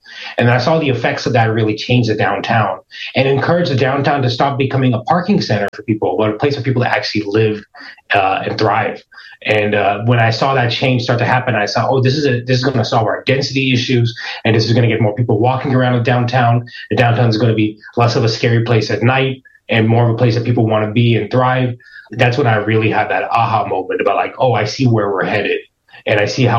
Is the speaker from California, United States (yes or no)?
yes; California, United States; Through growing up in the Silicon Valley, I had a little, I learned how to code really early on in my life